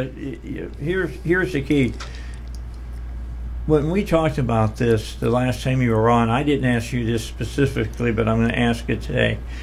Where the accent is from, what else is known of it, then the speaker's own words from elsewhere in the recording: Indiana, United States; now in Little Rock, United States; I was raised in northern Indiana.